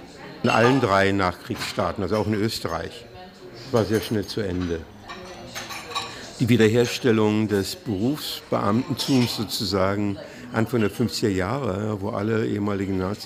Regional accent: Berlin, Germany; weil ich bin in West-Berliner zur Schule gegangen

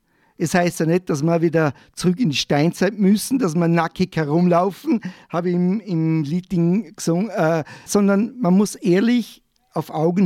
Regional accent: Vorarlberg, Austria; ich komme ja auch aus Vorarlberg

